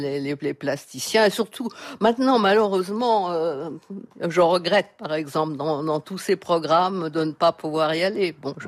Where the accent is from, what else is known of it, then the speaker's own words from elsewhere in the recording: Paris, Île-de-France, France; born there; moved away; also born or lived in Nice; où mes parents habitaient toujours, je suis née à Paris